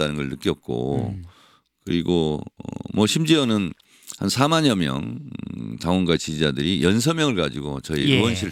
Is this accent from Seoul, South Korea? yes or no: no; Daejeon, South Korea; moved away; also born or lived in Chungcheong; 충청이 낳고 대전이 기르고 처갓집은 전남 강진이고 지역구는 서울이고